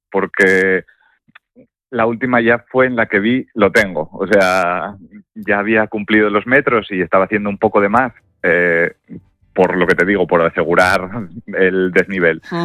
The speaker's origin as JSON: {"language": "Spanish", "town": "Lastres", "region": "Asturias", "country": "Spain", "moved": "yes", "lives_now": "Oviedo, Spain", "said": "yo soy de Lastres, pero vivo aquí en Oviedo."}